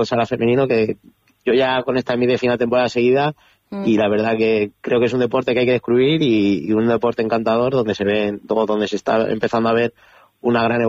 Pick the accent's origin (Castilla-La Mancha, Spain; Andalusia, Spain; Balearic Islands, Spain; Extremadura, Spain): Castilla-La Mancha, Spain; Puertollano; Yo en Puerto Llano, bueno, soy de Puerto Llano, no tengo ninguna queja, he estado estudiando incluso en el Colegio Salesiano 18 años